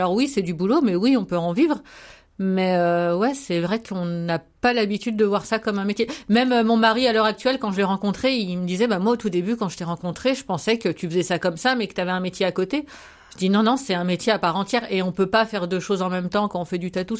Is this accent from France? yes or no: yes; Paris, Île-de-France, France; moved away as an adult; now in Besançon, France; moi, je suis parisienne